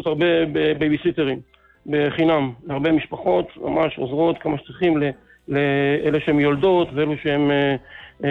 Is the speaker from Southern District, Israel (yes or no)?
no; Jerusalem, Jerusalem District, Israel